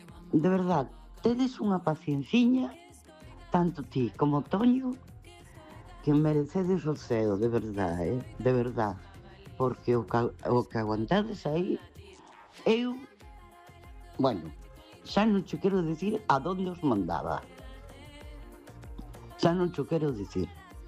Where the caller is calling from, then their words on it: Ferrol, Galicia, Spain; Boas noites, Capelán. … de Ferrol outra vez.